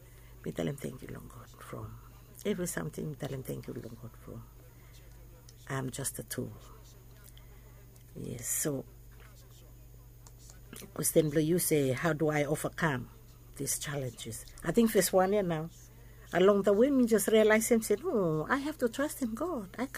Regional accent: Vanuatu; English is a second language; Encourage new students or young students or new Vanuatu people, because I'm from Vanuatu, but I lecture in law

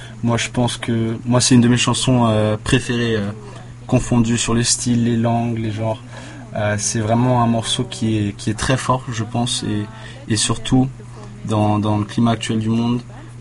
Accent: Cambodia; also born or lived in Thailand; né en Thaïlande et puis on a bougé juste pour ma naissance et mes premières semaines. Puis on a bougé au Cambodge où mes parents ils ont vécu 20-25 ans là-bas.

